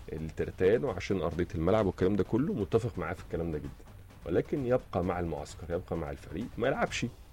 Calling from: Minya, Minya Governorate, Egypt; صباح الفل والوردة كابتن ابراهيم، … من المنيا.

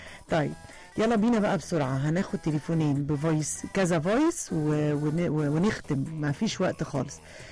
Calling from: Badr, Beheira, Egypt; من البحيرة، مركز بدر، سواق نقل تقيل ومسافر،

